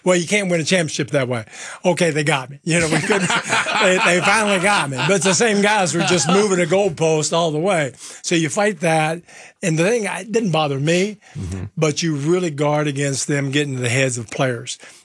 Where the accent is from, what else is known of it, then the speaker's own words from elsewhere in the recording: Milan, Lombardy, Italy; English is a second language; So I came from Milan, which is like New York, you know, and kind of their thinking.